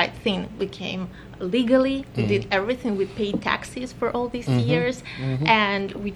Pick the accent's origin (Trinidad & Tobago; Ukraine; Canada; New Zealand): Ukraine; English is a second language; moved away as an adult; now in United States; I'm from Ukraine.